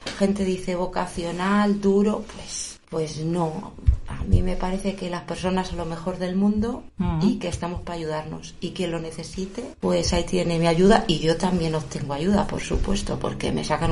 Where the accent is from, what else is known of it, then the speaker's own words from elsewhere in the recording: Torrelaguna, Community of Madrid, Spain; soy una mujer de 50 años, totalmente empoderada, ya sabes, de la Sierra Norte de Madrid. Vivo en Torrelaguna de toda la vida y trabajo en Torrelaguna y en Guadalix de la Sierra